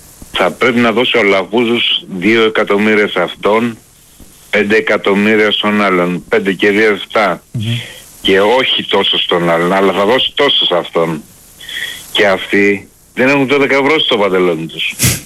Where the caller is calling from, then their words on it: Voula, Attica, Greece; από Βούλα